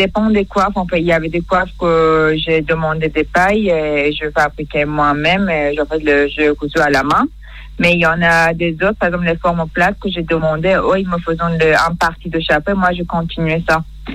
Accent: Iran; moved away; mon pays natal, Iran.

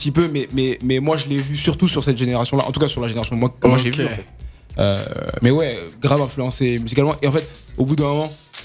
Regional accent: Martinique, France; Bon, je suis martiniquais, mais j'écoutais pas que musique martinique.

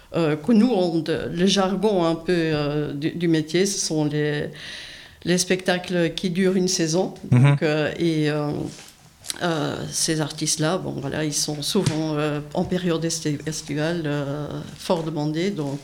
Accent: Belgium; now in France; Je suis belge, mais il n'y a jamais eu d'Ara des Cascades

